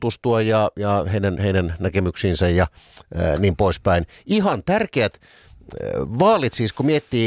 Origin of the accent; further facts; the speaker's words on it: Helsinki, Uusimaa, Finland; täällä omassa kotikaupungissani Helsingissä